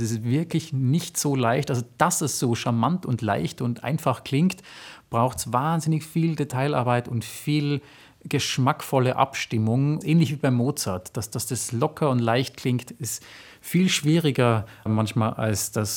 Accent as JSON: {"language": "German", "town": "Graz", "region": "Styria", "country": "Austria", "said": "weil ich bin ja gar kein Wiener, ich bin ja Grazer"}